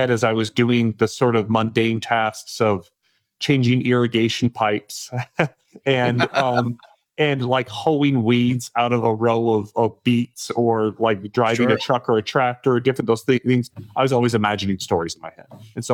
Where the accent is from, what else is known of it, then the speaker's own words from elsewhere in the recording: Idaho, United States; So I grew up in Idaho. in a family of 9 kids, very conservative family.